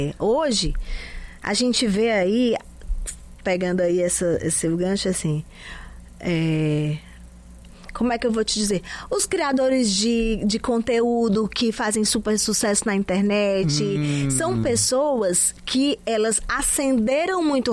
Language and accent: Portuguese; Ceará, Brazil; E eu que tenho o pé no parque? Sou do Parque Araxá.